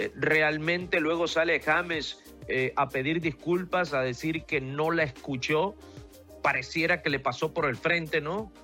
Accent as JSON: {"language": "Spanish", "town": "Maracaibo", "region": "Zulia", "country": "Venezuela", "said": "Yo soy de Maracaibo, Venezuela. Nosotros estamos pegados ahí a una hora y media de la frontera de Colombia."}